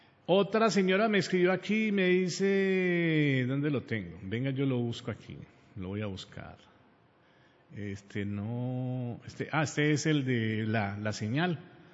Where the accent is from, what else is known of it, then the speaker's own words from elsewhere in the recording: Colombia; Nosotros los colombianos decimos tinto, no como los europeos, los españoles, que le dicen tinto al vinito rojo pequeño. No, nosotros le decimos tinto.